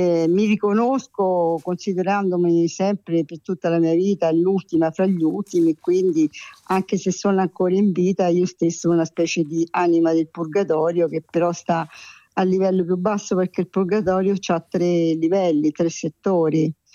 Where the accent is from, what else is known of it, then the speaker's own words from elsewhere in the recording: Umbria, Italy; born there; io sono nata in Umbria, che è la terra per eccellenza dei mistici.